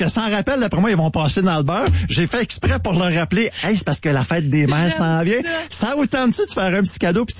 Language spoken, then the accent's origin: French; Canada; du côté de Toronto chez nous au Canada.